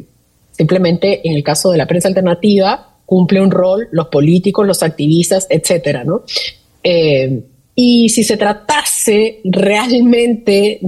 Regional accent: Peru; moved away; en Perú, aunque siempre tengo un ojo vigilante a mi patria porque puedo estar lejos geográficamente, pero siempre me preocupo por lo que pasa en mi país, no solamente porque tengo familias y amigos, sino porque quiero mi país, porque he nacido y crecido allí

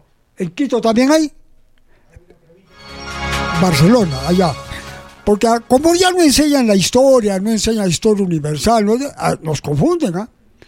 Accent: Peru

